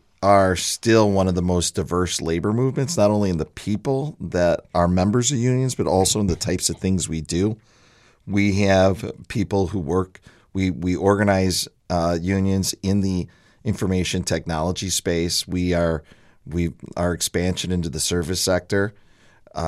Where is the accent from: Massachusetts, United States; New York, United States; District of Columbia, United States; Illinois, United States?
Illinois, United States; Lockport; I was back home in my hometown this morning. I'm from Lockport, Illinois, which looks a lot like the 10th Ward. I lived on the parade route for old canal days and going to the festival. And Lockport was very much a working class town. It was an oil town.